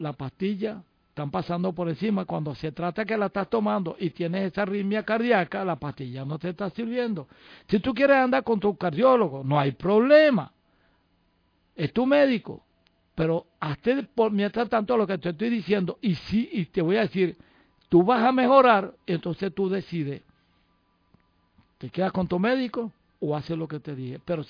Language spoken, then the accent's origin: Spanish; Venezuela; born there; desemboca parte del río Orinoco, con Trinidad, Tobago y Georgetown. Nací en el Esequibo.